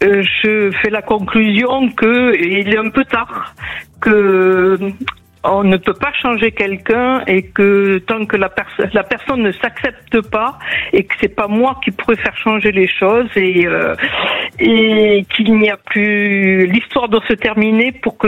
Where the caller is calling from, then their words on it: Occitanie, France; Des Pyrénées-Orientales.